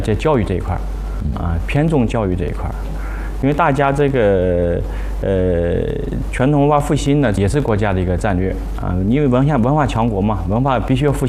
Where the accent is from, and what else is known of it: China